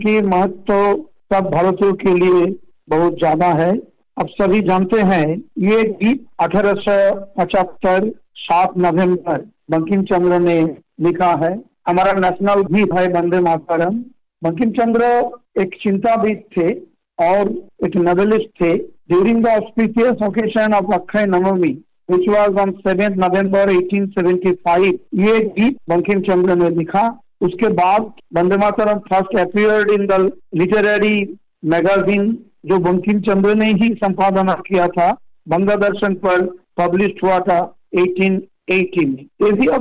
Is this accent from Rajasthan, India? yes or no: no; Murshidabad district, West Bengal, India; ये मेरे लिए गर्व की बात है कि मैं मुर्शिदाबाद जिला से बिलोंग करता हूँ।